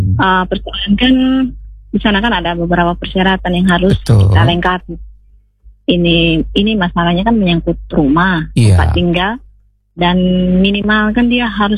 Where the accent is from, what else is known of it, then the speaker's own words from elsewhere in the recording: East Nusa Tenggara, Indonesia; kita orang NTT